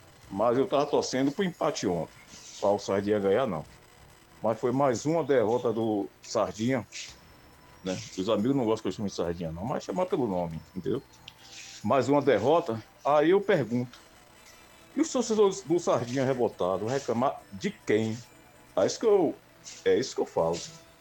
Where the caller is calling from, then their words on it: Governador Mangabeira, Bahia, Brazil; Bom dia aos nossos conterrâneos de Governador Mangabeira, minha pátria, em miniatura